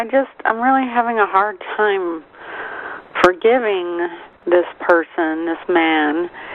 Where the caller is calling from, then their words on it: Nevada, United States; I'm calling from Nevada.